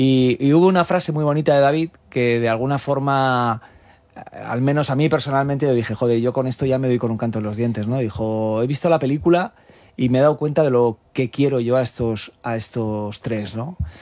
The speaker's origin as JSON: {"language": "Spanish", "town": "Alicante", "region": "Valencian Community", "country": "Spain", "said": "yo soy de Alicante"}